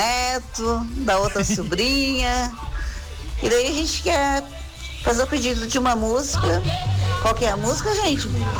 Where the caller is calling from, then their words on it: Itapema, Santa Catarina, Brazil; Sou lá de Itapema, tô aqui em Bocaina, tô fazendo uma visita aqui, né?